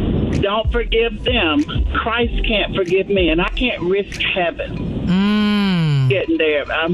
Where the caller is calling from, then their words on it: United States; I'm calling from Douglas County.